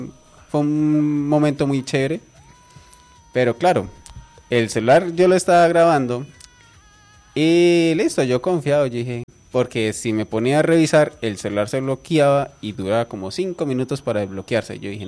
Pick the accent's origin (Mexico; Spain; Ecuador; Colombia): Colombia; como colombiano sí le hago fuerza a la Selección para que gane